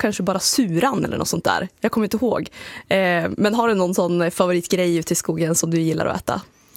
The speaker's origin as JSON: {"language": "Swedish", "region": "Jämtland County", "country": "Sweden", "said": "Jag kommer ju från Jämtland."}